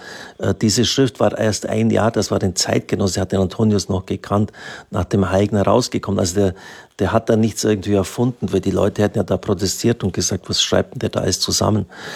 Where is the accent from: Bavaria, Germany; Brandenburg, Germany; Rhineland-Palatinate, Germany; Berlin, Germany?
Bavaria, Germany; Maria Vesperbild würde ich tatsächlich so unterstreichen. Das ist ungefähr 15 Kilometer von dem Ort, wo ich aufgewachsen bin, entfernt.